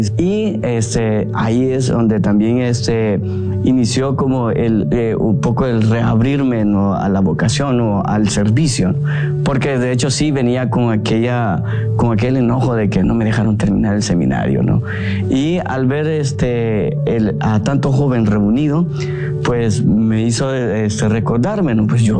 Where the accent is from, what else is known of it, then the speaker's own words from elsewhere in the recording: El Salvador; Soy originario de El Salvador y soy escolapio.